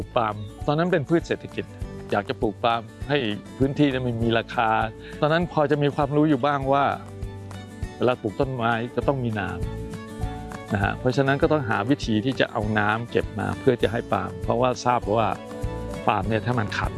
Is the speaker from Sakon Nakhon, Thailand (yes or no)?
no; Chumphon, Thailand; born there; ผมเกิดที่สวนจังหวัดชุมพรนี่แหละครับก็คือชาวสวน